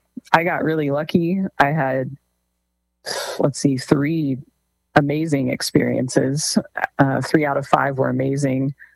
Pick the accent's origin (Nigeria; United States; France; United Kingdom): United States; Odessa, Texas; now in Menard, United States; No, I grew up in Odessa in the real oil country.